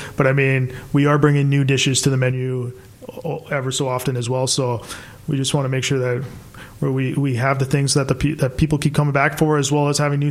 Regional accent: Vancouver, British Columbia, Canada; Growing up in Vancouver, it's so multicultural.

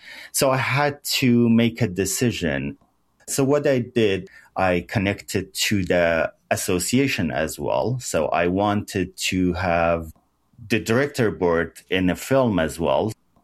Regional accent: Sanandaj, Kurdistan, Iran; My brother called me from Sanandaj, my hometown Sna, and told me that Arvin and Aida were on that plane.

